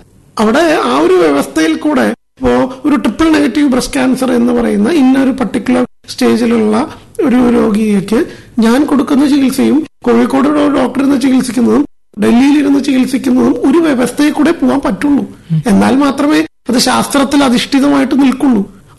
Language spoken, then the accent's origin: Malayalam; Irinjalakuda, Kerala, India; ഞാൻ ഇഴഞ്ഞാലക്കുടക്കാരനാണ്.